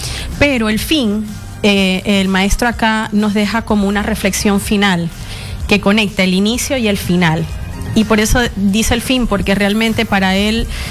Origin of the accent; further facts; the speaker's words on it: Venezuela; No, soy venezolana.